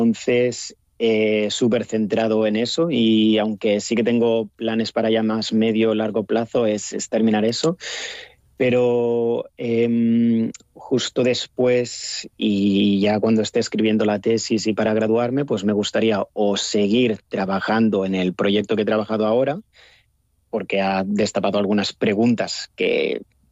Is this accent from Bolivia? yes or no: no; Spain; moved away as an adult; now in Bonn, Germany; yo no soy el único español aquí en Bonn